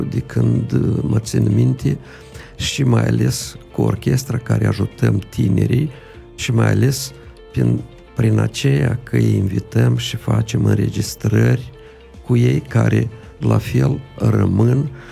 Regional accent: Mândrești, Telenești District, Moldova; De la Mândrești-Telenești. Dar poate știu că acum Casa de Cultură este în reparație în satul meu natal.

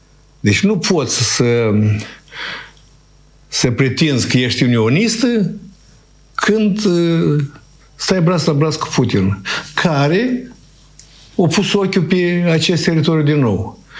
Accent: Moldova; noi suntem români moldoveni, că noi am făcut parte din Principatul Moldova, da? Moldova Ștefa cel Mare

